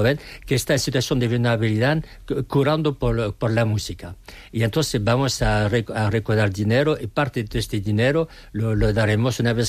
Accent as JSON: {"language": "Spanish", "town": "Bordeaux", "region": "Nouvelle-Aquitaine", "country": "France", "second_language": "Spanish", "moved": "yes", "lives_now": "Valladolid, Spain", "said": "vengo de una ciudad, Burdeos, en Francia, que es una ciudad como Valladolid, es una cuna de vino."}